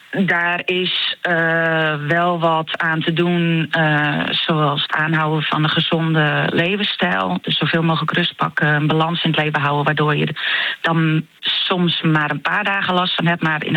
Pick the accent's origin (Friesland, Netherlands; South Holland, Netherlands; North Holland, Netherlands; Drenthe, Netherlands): Friesland, Netherlands; Harlingen; moved away as an adult; now in Langweer, Netherlands; Ik ben zelf geboren in Harlingen.